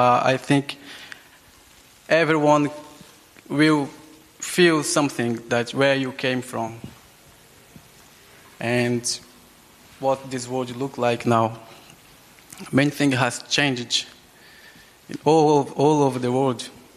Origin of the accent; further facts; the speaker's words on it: Brazil; first language Yawanawa; English is a second language; moved away as an adult; now in London, United Kingdom; I come from the Yawanawa tribe in the Amazon rainforest.